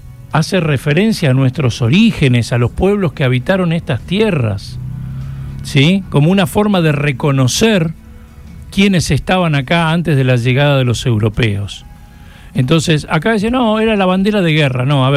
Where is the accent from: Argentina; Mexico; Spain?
Argentina; porque es el sentimiento más profundo de lo que nos representa a nosotros como argentinos.